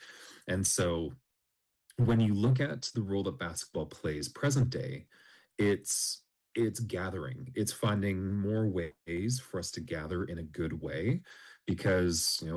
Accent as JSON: {"language": "English", "town": "Skidegate", "region": "British Columbia", "country": "Canada", "tie": "born or raised there", "said": "Raven Wolf Clan of T'anu Ulnakai on Haida Gwaii, and I was raised in Skidigit."}